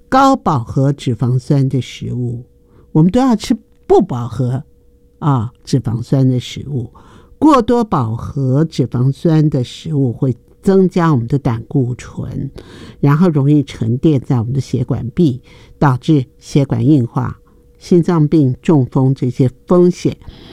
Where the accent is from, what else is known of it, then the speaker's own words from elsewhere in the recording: Taiwan; 的确，我们台湾人爱吃泡面已经是世界闻名啊